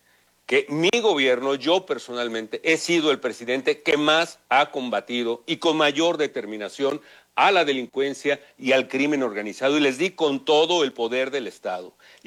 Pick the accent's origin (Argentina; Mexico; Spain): Mexico; yo soy tan mexicano como cualquiera, tengo derechos y deberes con el país